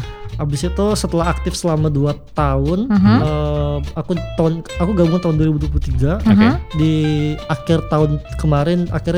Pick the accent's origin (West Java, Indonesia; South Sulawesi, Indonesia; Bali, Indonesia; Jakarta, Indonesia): Jakarta, Indonesia; East Jakarta; Aku dari Jakarta Timur.